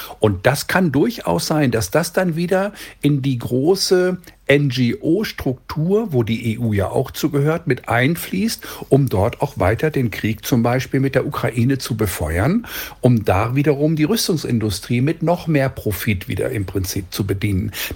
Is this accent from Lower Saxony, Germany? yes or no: yes; Lower Saxony, Germany; moved away; Ich komme ja selbst ursprünglich aus Niedersachsen, aus der Lüneburger Heide